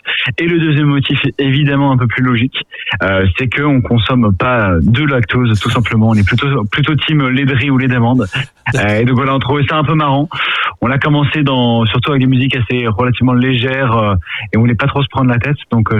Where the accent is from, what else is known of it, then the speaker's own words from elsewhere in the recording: Paris, Île-de-France, France; Alors nous on est originaire de Paris. On a pas mal voyagé dans notre vie